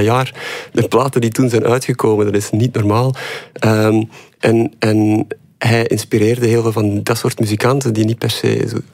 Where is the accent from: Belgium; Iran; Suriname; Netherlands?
Belgium; Mechelen, Flanders; in Melcelen, van waar ik vandaan kom